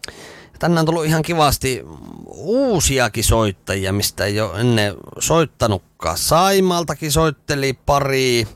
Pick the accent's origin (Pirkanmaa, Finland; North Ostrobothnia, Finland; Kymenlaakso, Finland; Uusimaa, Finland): North Ostrobothnia, Finland; Kempele; Minähän olen itse Kempeleestä kotoisin ja Kempeleessä asun